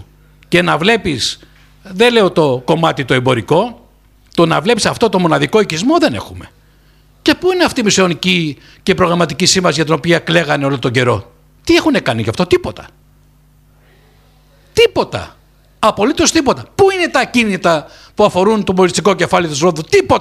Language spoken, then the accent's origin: Greek; Rhodes, South Aegean, Greece; εγώ γεννήθηκα στην Μεσσωνική πόλη, μεγάλωσα στη Μεσσωνική πόλη.